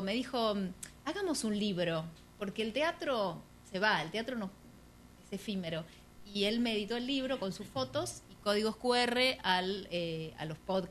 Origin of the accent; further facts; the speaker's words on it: Trelew, Chubut, Argentina; moved away as an adult; now in Buenos Aires, Argentina; Soy de Trelew y me vine a estudiar acá a Buenos Aires, allá lejos hace tiempo